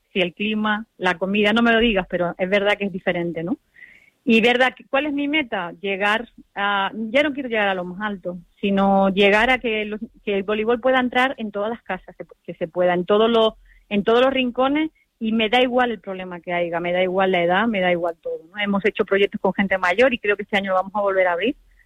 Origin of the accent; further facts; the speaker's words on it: Andorra; moved away; also born or lived in Barcelona; yo soy de Barcelona, criada en Andorra